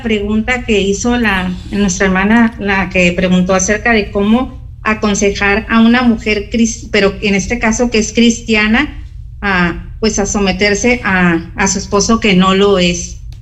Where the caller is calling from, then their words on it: Tijuana, Baja California, Mexico; Soy de Tijuana, Baja California, aquí en México.